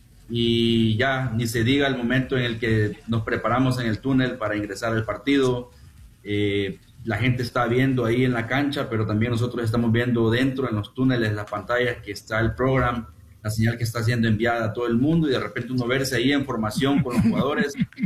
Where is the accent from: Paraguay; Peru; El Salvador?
El Salvador; Santa Ana; Bueno, como soy de Santa Ana, yo entreno en las canchas del la ex Finca Modelo, creo que ustedes se van a ubicar, exacto. Salvadoreño.